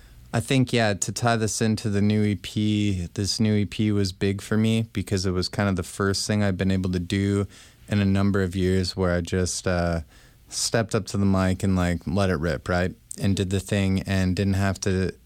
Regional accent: St. Paul, Minnesota, United States; moved away as an adult; also born or lived in Oakdale, Minnesota / New York / California; I grew up in East St. Paul, And then I moved to Oakdale when I was a bit older

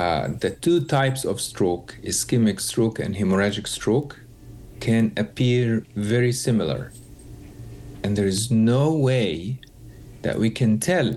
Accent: Egypt; moved away as an adult; now in United States

